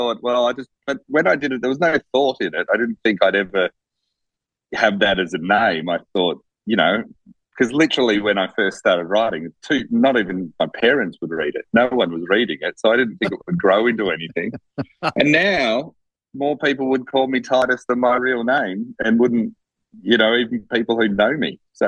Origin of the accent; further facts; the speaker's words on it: Eltham, Victoria, Australia; I grew up in Eltham originally, and it was, you know, people don't know Eltham. It used to be an artist colony back in the day, but it was really just bush.